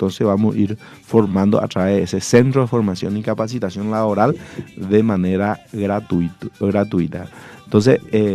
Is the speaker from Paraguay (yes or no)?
yes; Paraguay; nosotros estamos orgullosos de ser paraguayo